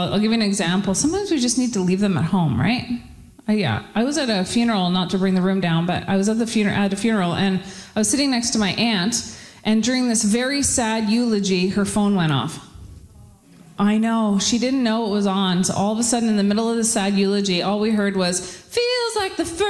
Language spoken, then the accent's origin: English; Ottawa, Ontario, Canada; moved away as an adult; now in Quebec, Canada; I grew up in Ottawa. Yeah. I now live in Quebec.